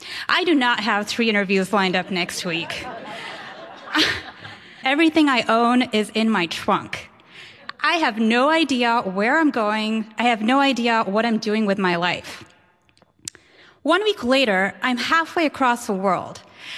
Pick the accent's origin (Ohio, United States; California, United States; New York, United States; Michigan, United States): Michigan, United States; born there; also born or lived in New Delhi, India; I was born in Michigan, but I've partly grown up in Michigan and in New Delhi, India. I moved back to Michigan for college, and I studied economics and French at the University of Michigan.